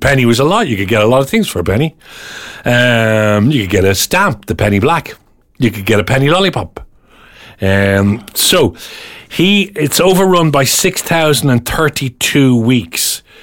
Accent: Aberdeen, Scotland, United Kingdom; From Aberdeen.

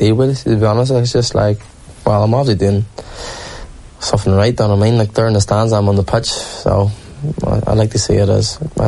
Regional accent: Northern Ireland, United Kingdom

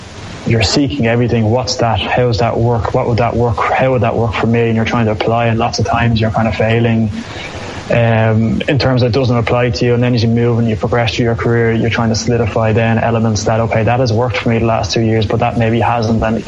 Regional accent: Glasnevin, Leinster, Ireland; I grew up in Glasnevin, which so happens to have my own club, Nafine, in it

